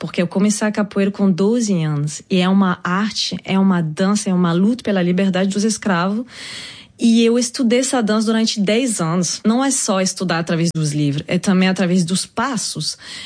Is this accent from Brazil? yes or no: no; France; Portuguese is a second language; Eu me inspiro pela música brasileira, mas eu sou também francesa.